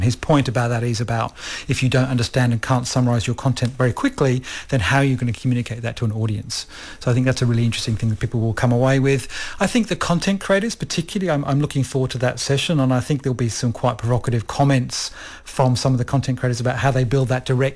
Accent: Australia; I'm Australian

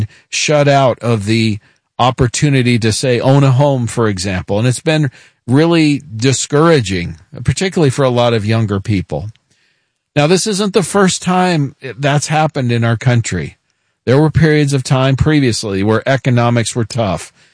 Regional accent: United States; born there; I'm first-generation American. … is a Hungarian name. I was born here in the United States.

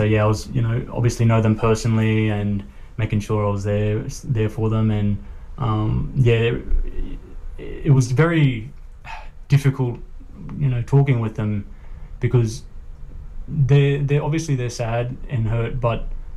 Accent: Darwin, Northern Territory, Australia; so born and raised in Darwin, but my family are Arrernte family

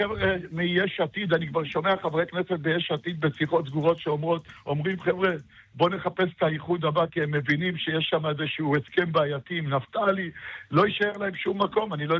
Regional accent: Lod, Central District, Israel; אני גדלתי בעיר מאוד מאוד ימנית, בלוד

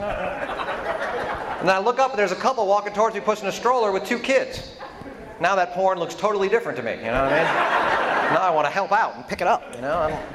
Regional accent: Georgia, United States; And I'm from Georgia, and we got our lottery a couple years ago

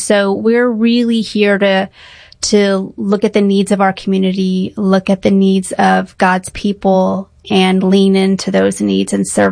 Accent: San Antonio, Texas, United States

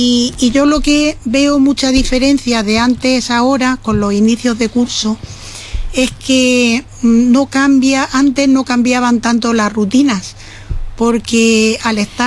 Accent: Úbeda, Andalusia, Spain; born there; moved away; Yo soy nacida en Úbeda, que es un pueblo de Jaén, y fue fundamental para el tema migratorio de mis padres

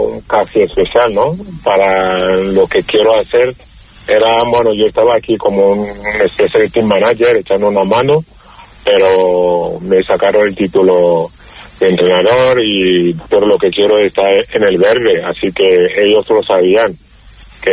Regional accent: Málaga, Andalusia, Spain; Dije, como malagueño y malaguista, sería un sueño volver a primera

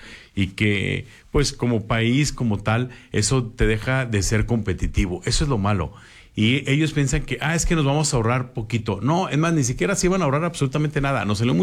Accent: Mexico; Nuestro país es maravilloso.

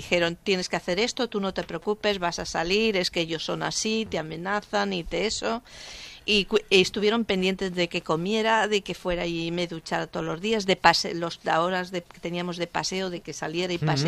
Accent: Spain; que soy española, la más mayor de todas, tenía 63 años.

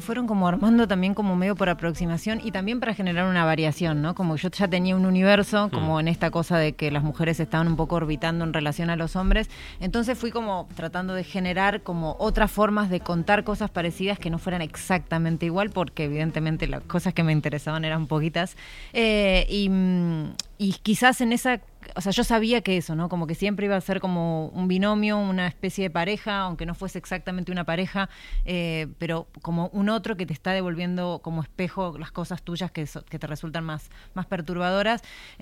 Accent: Argentina; moved away; Yo soy argentina y escribo cuento.

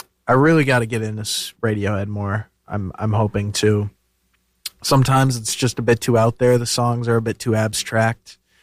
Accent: Milwaukee, Wisconsin, United States; my hometown of Milwaukee

